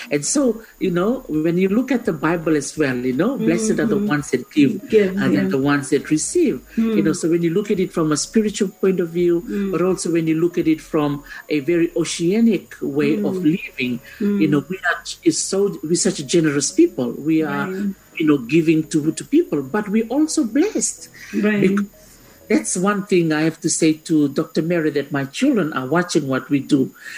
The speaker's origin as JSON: {"language": "English", "country": "Fiji", "lives_now": "England", "said": "I'm from Fiji and I'm here in this room in England."}